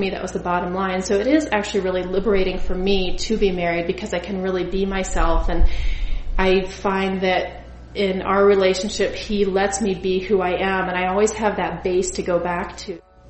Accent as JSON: {"language": "English", "region": "Georgia", "country": "United States", "tie": "born or raised there", "said": "I grew up in Georgia"}